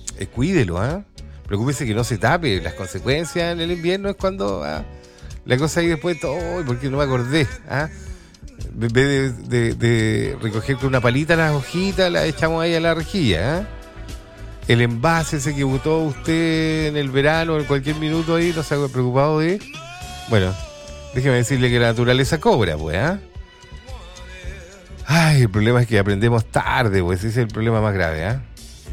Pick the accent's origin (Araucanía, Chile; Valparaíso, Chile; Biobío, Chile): Biobío, Chile; Rayenco; born there; cuando éramos pequeños, yo vivía en Rayenco, ¿eh?